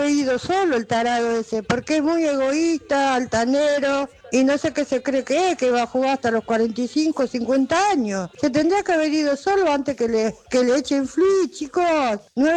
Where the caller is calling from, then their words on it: San Martín, Buenos Aires Province, Argentina; de San Martín.